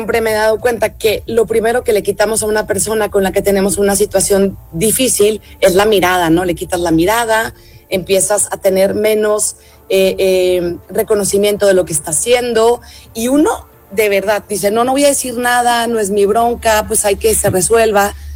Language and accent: Spanish; Saltillo, Coahuila, Mexico; moved away as an adult; now in León, Mexico; yo soy una mujer saltillense que vive en el Bajío desde hace 27 años. Siempre digo que soy la norteña más leonesa